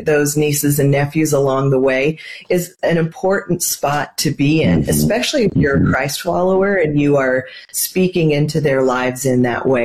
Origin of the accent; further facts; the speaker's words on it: Nebraska, United States; Well, I grew up in Nebraska, and we have no professional sports teams there.